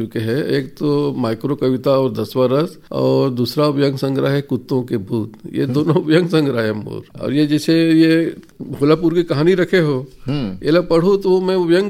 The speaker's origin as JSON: {"language": "Hindi", "region": "Chhattisgarh", "country": "India", "said": "मोर कहना यह है कि देखो जी हम छत्तीसगढ़िया आदमी और छत्तीसगढ़ी में लिंग की बड़ा प्रॉब्लम होते"}